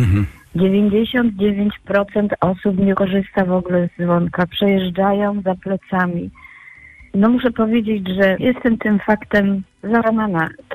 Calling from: Poznań, Greater Poland Voivodeship, Poland; z Poznania.

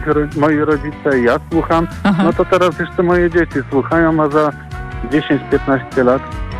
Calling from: Tomaszów Mazowiecki, Łódź Voivodeship, Poland; jesteśmy z Tomaszowa Mazowieckiego

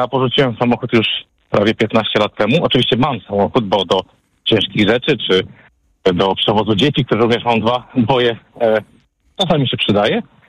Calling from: Warsaw, Masovian Voivodeship, Poland; jestem z Warszawy

